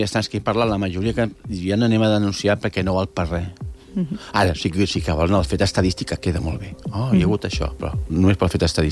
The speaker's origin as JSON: {"language": "Catalan", "region": "Catalonia", "country": "Spain", "said": "igual, jo soc catalana."}